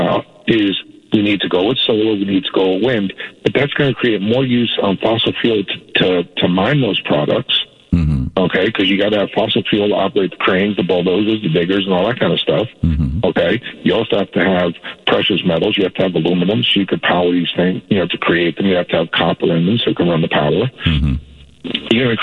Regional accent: Jersey City, New Jersey, United States; I grew up in Jersey City right across from Manhattan

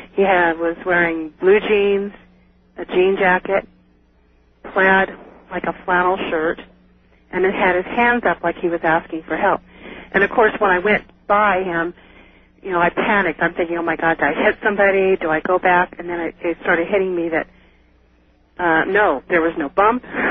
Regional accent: Salinas, California, United States; born or raised there; now in Monterey, United States

